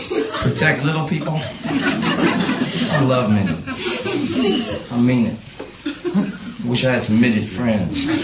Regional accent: Orlando, Florida, United States; I'm originally from Florida, everybody.

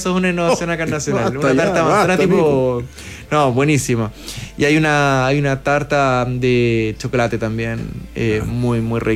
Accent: Chile

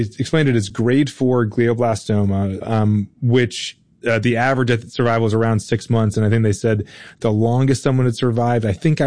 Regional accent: Raleigh, North Carolina, United States; You know, so I grew up in Raleigh, North Carolina, where college sports are really big, and NC State had a football team, and I grew up sort of like loving their team.

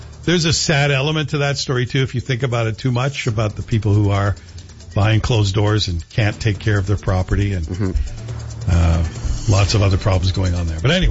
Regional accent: Scotland, United Kingdom; born there; Yeah, I'm from Old Scotia, born in Scotland.

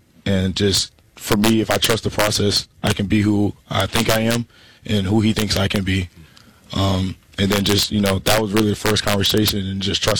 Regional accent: Omaha, Nebraska, United States; I'm a kid from Omaha, Nebraska. Went to middle school and high school there. Went to Omaha Burke.

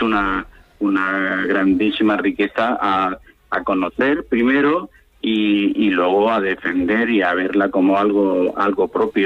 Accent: Cartagena, Region of Murcia, Spain; yo soy campo cartagenero

